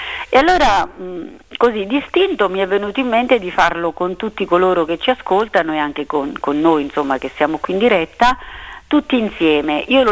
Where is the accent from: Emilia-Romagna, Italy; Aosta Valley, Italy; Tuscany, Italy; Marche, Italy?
Marche, Italy; Tolentino; io che sono di Tolentino